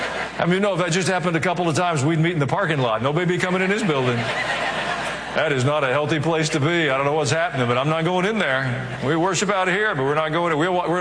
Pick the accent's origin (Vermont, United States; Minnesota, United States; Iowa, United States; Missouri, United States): Missouri, United States; Kansas City; born there; I was born in Kansas City, Missouri.